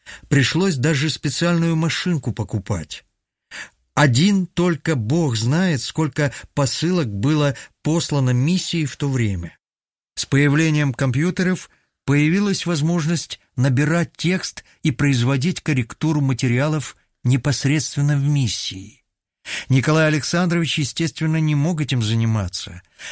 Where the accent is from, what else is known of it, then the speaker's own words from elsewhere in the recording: Serebropol, Altai Krai, Russia; born there; Родился я в Алтайском крае, в степном селе с красивым названием Сереброполь.